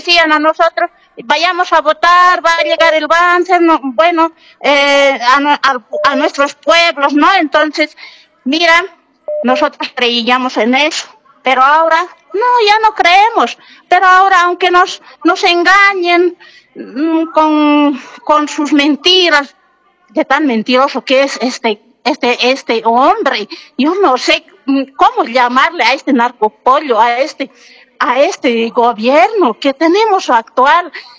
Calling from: La Paz, Bolivia

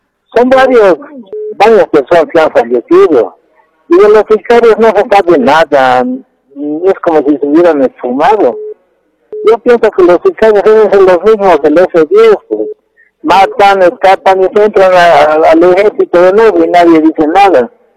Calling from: La Paz, Bolivia; Estoy llamando de La Paz

